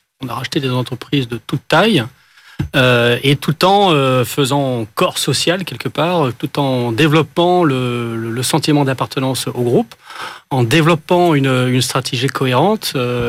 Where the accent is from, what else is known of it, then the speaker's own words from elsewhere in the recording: Normandy, France; Même si je suis normand d'origine.